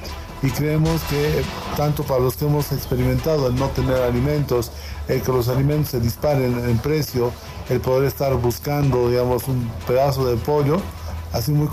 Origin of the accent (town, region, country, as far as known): Bolivia